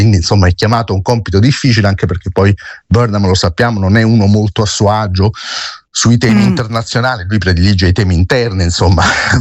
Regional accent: Cava dei Tirreni, Campania, Italy; accent: southern Italian; now in London, United Kingdom; Allora, io sono esattamente di Cava dei Tirreni, della provincia di Salerno, quindi ho questa

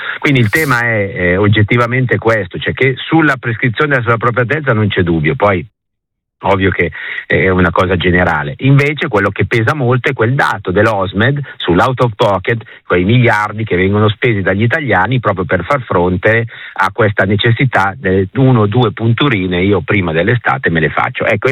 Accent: Lombardy, Italy; io sono lombardo

